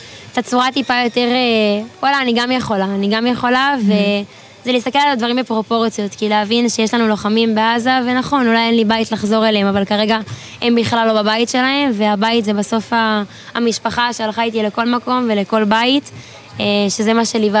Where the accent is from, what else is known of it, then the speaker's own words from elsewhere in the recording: Northern District, Israel; also born or lived in Tiberias / Karmiel; אני מהגליל המערבי